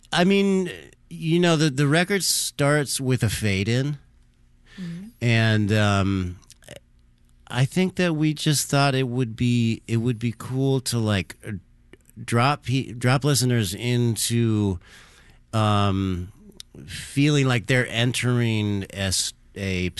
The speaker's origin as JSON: {"language": "English", "region": "California", "country": "United States", "said": "It's the I'm from California, and the landscape first of all, felt familiar and a little bit nostalgic because I spent so much time in Northern California."}